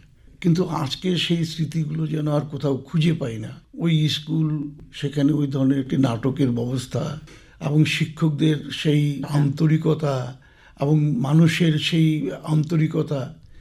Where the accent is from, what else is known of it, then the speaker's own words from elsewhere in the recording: Cooch Behar district, West Bengal, India; আমার জন্ম কুচবিহার জেলার দেওনহাট অঞ্চলে 1955 সালে